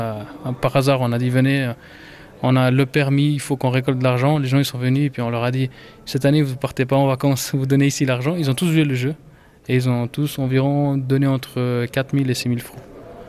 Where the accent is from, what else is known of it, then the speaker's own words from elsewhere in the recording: Fribourg, Switzerland; also born or lived in Lausanne; Non, je suis né ici en Suisse. Je peux même dire le numéro de la chambre d'hôpital, 365, je me rappellerai. Et j'ai fait les études ici à Fribourg